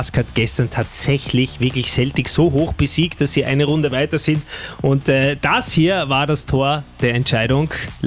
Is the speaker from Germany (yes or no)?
no; Vienna, Austria; Und das sage ich als Wiener und als Rapidler.